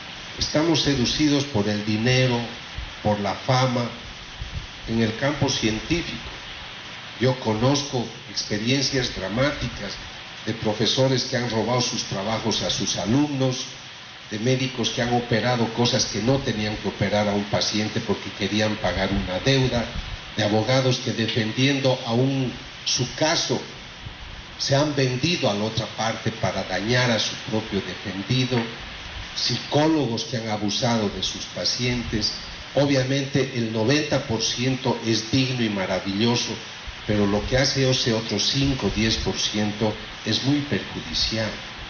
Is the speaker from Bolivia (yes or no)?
yes; Bolivia; en mi país, pero yo no estoy mucho en mi país, en Bolivia